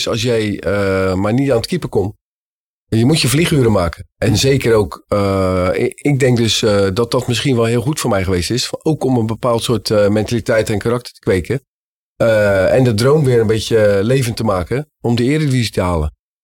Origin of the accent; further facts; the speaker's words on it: Vlaardingen, South Holland, Netherlands; accent: Rotterdam; Ja, Rotterdamse tongval, ja.